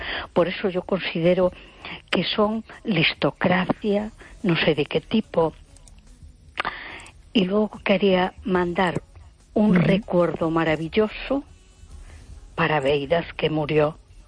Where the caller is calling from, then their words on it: A Coruña, Galicia, Spain; de Coruña.